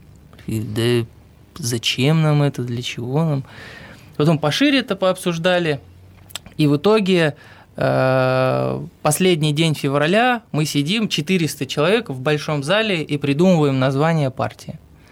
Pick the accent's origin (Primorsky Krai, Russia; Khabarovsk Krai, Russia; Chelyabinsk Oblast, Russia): Chelyabinsk Oblast, Russia; Kopeysk; вырос в Копейске и в такой, ну, небогатой семье, жил в своем доме